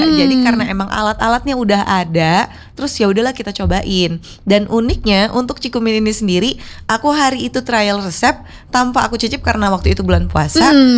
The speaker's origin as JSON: {"language": "Indonesian", "town": "Palembang", "region": "South Sumatra", "country": "Indonesia", "moved": "as an adult", "lives_now": "Bandung, Indonesia", "said": "Aku orang Palembang."}